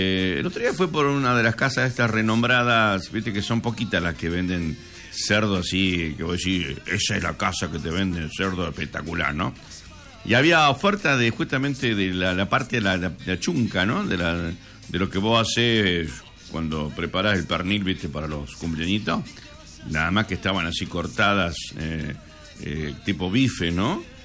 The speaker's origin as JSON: {"language": "Spanish", "town": "Campo Santo", "region": "Salta", "country": "Argentina", "tie": "born or raised there", "moved": "yes", "lives_now": "Salta, Argentina", "said": "Yo en aquella época no vivía acá, yo era de Camposanto, changuito de mi pueblo"}